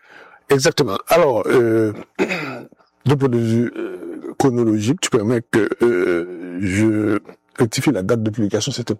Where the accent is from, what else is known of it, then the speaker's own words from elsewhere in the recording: Cap-Haïtien, Nord, Haiti; born there; Donc, voilà comment je suis né au Cap-Haïtien. Et mais mon oncle a passé toute sa vie au service de la communauté capoise, donc j'ai des cousins au Cap.